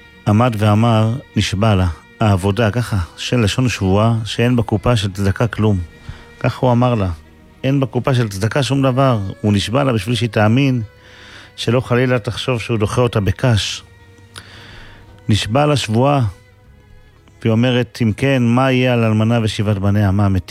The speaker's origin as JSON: {"language": "Hebrew", "town": "Safed", "region": "Northern District", "country": "Israel", "tie": "born or raised there", "said": "קבור בצפת ברחוב לוחמי הגטאות. שם גדלנו"}